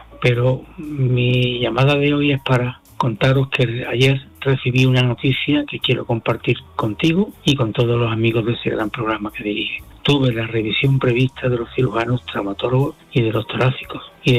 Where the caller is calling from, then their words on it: Seville, Andalusia, Spain; de Sevilla